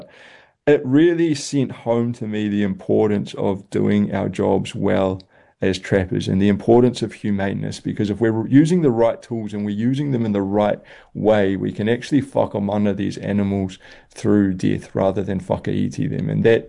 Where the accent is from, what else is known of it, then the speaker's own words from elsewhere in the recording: New Zealand; we in Aotearoa have made our traditional cloaks out of kiwi feathers.